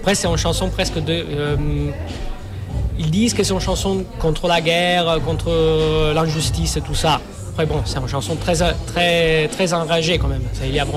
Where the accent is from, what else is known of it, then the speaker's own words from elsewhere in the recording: Sicily, Italy; first language Sicilian; French is a second language; moved away; je commençais aussi à chanter dans ma langue maternelle, en sens en sicilien.